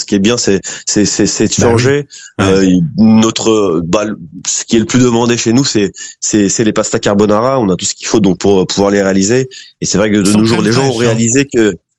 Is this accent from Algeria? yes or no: no; France; je suis français et je suis passionné d'Italie.